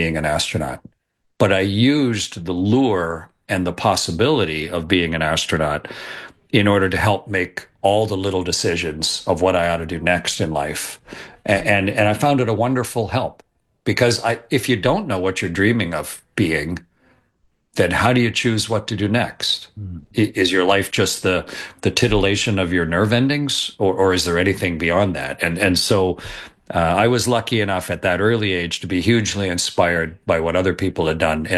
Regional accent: Canada; I'm Canadian, and I went to a good school system. I'm lucky to have grown up in a country with a good, pretty much universal school system.

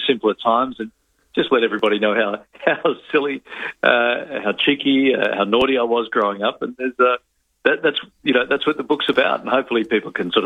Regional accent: Sydney, New South Wales, Australia; also born or lived in Melbourne; I was born in Melbourne. And then when Dad's post had finished down there a few months later, we all sort of, I think, got on the train and came back to Sydney.

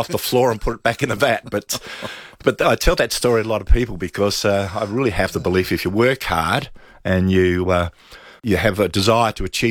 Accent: Kilkenny, South Australia, Australia; also born or lived in Hindmarsh; I was born in Hindmarsh and ended up, my family then lived in Kilkenny, and Cheller Gardens was just the closest primary school.

